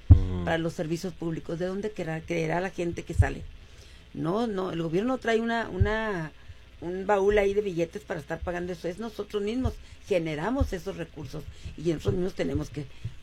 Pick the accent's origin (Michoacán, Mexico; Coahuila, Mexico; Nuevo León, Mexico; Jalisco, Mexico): Coahuila, Mexico; Torreón; now in Ciudad Juárez, Mexico; yo como migrante, pues yo soy de Torreón, Coahuila, a mucha honra, pero yo llegué aquí en el 80, cuando Juárez era un Juárez muy chiquito.